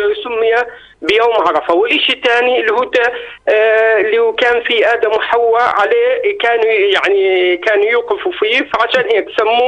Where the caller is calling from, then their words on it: Amman, Amman Governorate, Jordan; أنا بحكي معك من عمان.